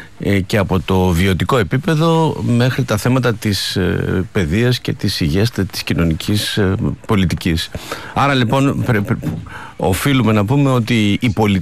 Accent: Epirus, Greece; moved away; εμείς είμαστε παιδιά από φτωχές οικογένειες, που φύγαμε από την Ήπεθρο, μορφωθήκαμε, εξελιχθήκαμε

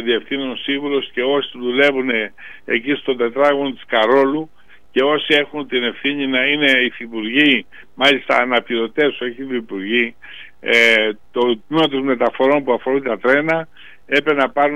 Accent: Kalavryta, Western Greece, Greece; επειδή γεννήθηκα στα Καλάβητα, μεγάλωσα στα Καλάβητα, ήρθα εγώ εδώ.

